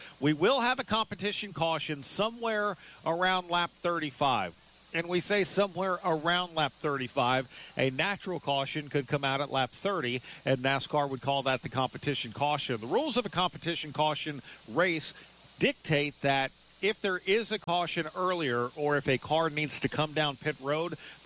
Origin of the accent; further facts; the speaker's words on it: Fort Worth, Texas, United States; I grew up in the Central time zone in Fort Worth.